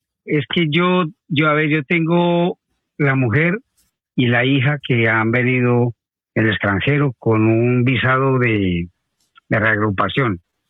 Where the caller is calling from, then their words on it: Madrid, Community of Madrid, Spain; de Madrid